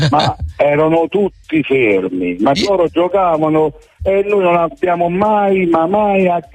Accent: Reggio Emilia, Emilia-Romagna, Italy; Attualmente sono a Secondigliano, ma io sono di Reggio Emilia. Io sono in vacanza qui dai miei genitori.

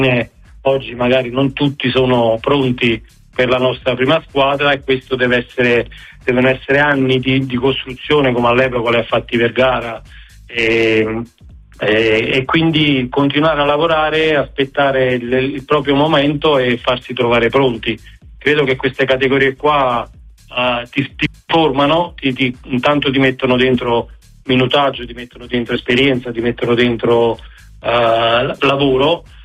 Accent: Naples, Campania, Italy; soprattutto per me da napoletano

